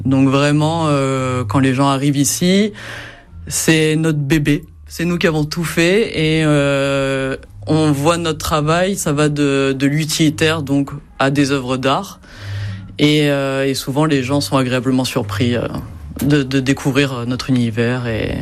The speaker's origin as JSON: {"language": "French", "town": "Calvi", "region": "Corsica", "country": "France", "tie": "born or raised there", "also_born_or_lived": "Nice", "moved": "yes", "lives_now": "Costa, France", "said": "Oui, alors en fait, j'ai grandi à Calvi. Mes arrière-grands-parents habitaient à Costa. Par la suite, je suis allée vivre à Nice"}